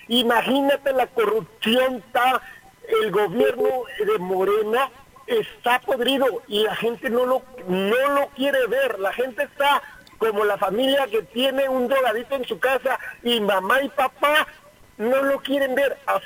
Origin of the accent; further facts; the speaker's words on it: Mexico; O sea, todos nos hacemos patos. Volteamos la vista para otra parte. Así somos los mexicanos.